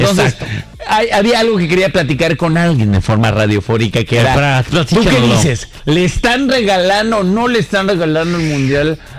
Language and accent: Spanish; Mexico; Pues sí, digo, como yo, como muchos mexicanos.